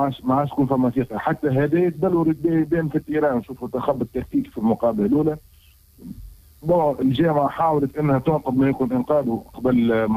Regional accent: Tunisia; عندنا في تونس

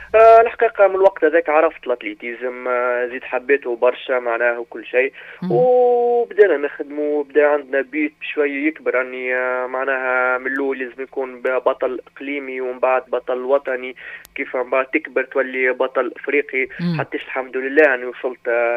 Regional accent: Jendouba, Jendouba Governorate, Tunisia; now in Radès, Tunisia; أنا صحيح نعيش توا في رادس، مي أنا راني من جندوبة، معناها كبرت في جندوبة ولدت في جندوبة، ومن بعد كتخلت للمنتخب الوطني تنقلت الرادس

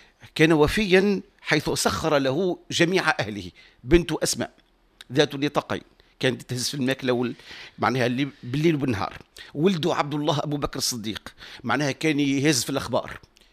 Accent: Tunisia; أنا كمواطن تونسي مسلم

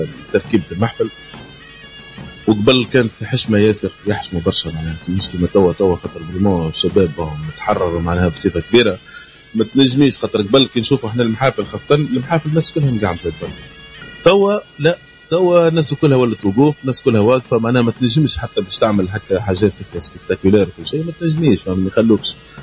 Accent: Djerba, Medenine, Tunisia

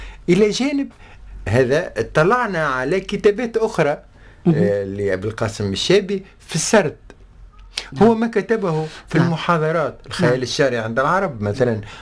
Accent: Tunisia; مش كان في وطننا تونس،

